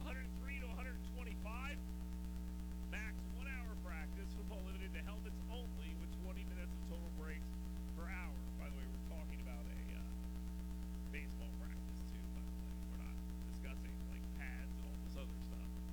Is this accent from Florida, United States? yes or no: yes; Florida, United States; But you guys do know that I grew up in Florida, right? And I rode a school bus, and the school buses did not have AC on.